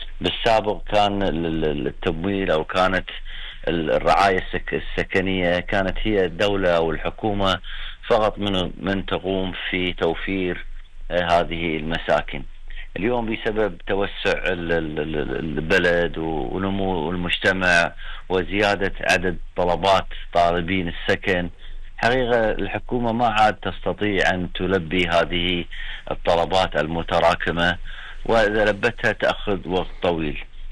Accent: Kuwait; والله البنوك عندنا بالكويت

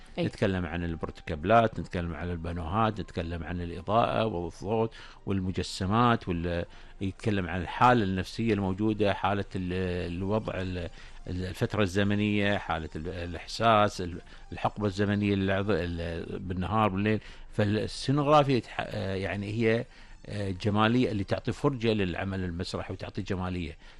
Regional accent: Kuwait; إحنا كدولة وكإنسان وكمجتمع الكويتي وكإنسان كويتي

